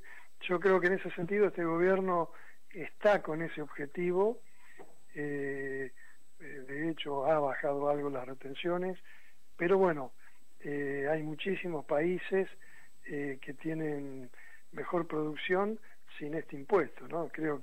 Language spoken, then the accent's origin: Spanish; Argentina; como argentinos no le tenemos miedo a la competencia